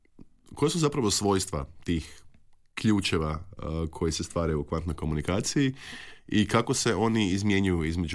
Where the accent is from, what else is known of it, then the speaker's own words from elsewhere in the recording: Croatia; ja se priheptavam kao Hrvat